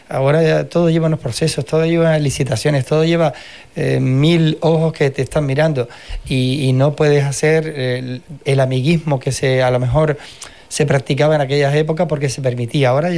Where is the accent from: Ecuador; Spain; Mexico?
Spain; Canary Islands; Yo soy de los Alares.